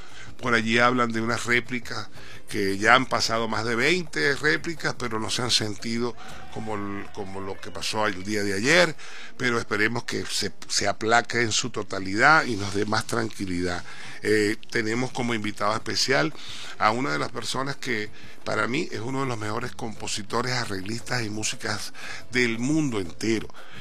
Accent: Venezuela; Tenemos que meterle la mano porque todos somos venezolanos

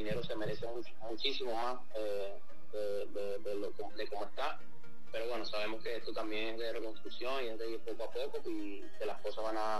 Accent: Maracay, Aragua, Venezuela; now in Guayana, Venezuela; soy de Maracay

